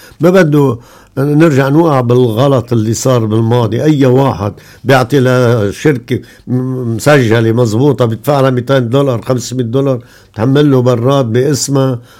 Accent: Lebanon

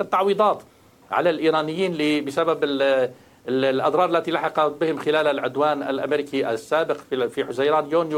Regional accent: Lebanon; أنا لبناني

